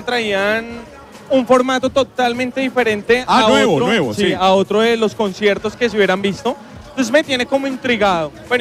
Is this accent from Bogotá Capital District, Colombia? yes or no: yes; Bogotá, Bogotá Capital District, Colombia